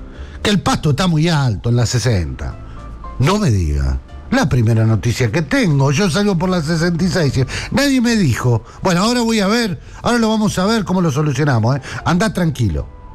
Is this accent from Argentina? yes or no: yes; Berisso, Buenos Aires Province, Argentina; porque creen que somos negros de Berisso